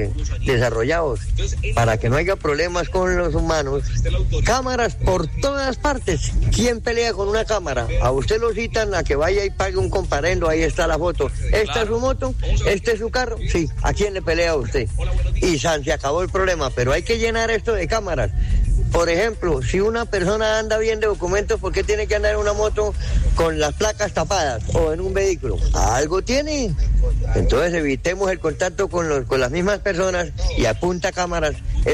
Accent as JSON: {"language": "Spanish", "region": "Santander", "country": "Colombia", "said": "Yo no soy de acá, yo soy de Santander del Sur, pero lleva 30 y pico de añitos aquí en esta hermosa ciudad, gracias a Dios."}